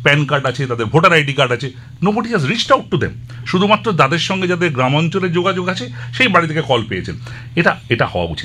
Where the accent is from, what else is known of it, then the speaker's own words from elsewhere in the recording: West Bengal, India; আমরা পশ্চিমবঙ্গের প্রতিটি মানুষ